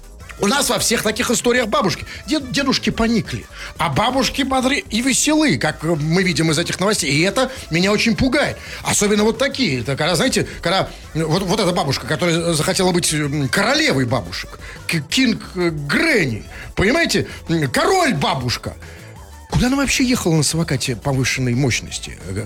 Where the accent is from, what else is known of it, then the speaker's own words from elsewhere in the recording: Lipetsk Oblast, Russia; now in Moscow, Russia; Типа, я из Липецкой области переехал, так сказать